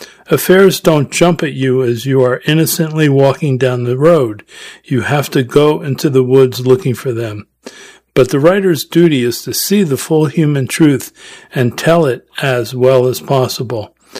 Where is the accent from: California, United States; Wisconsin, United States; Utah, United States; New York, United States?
California, United States; This was early 70s, before anyone called my hometown Silicon Valley